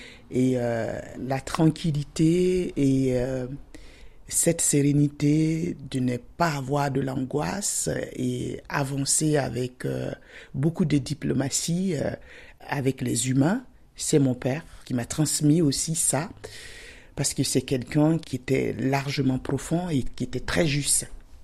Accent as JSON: {"language": "French", "town": "Tiassalé", "region": "Agnéby-Tiassa", "country": "Côte d’Ivoire", "tie": "born or raised there", "moved": "yes", "lives_now": "Besançon, France", "said": "On a Thiessalé, qui est ma ville natale d'ailleurs, et après mon village, qui est Emakonogaro. Et il n'est pas perdu parce qu'il fait plus de 10 000 habitants aujourd'hui."}